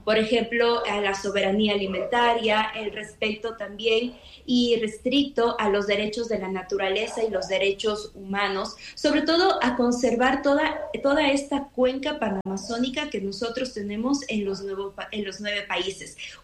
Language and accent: Spanish; Ecuador